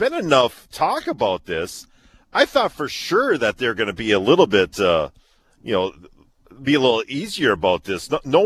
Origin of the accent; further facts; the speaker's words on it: Barnesville, Minnesota, United States; my hometown of Barnesville